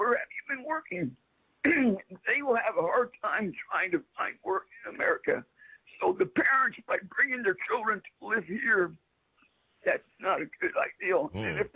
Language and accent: English; Indiana, United States; born there; moved away; I was born in Indiana